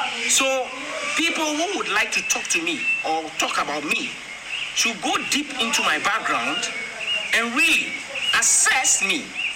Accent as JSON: {"language": "English", "town": "Accra", "region": "Greater Accra", "country": "Ghana", "tie": "born or raised there", "said": "and I was born in Accra. I was born in my father's house."}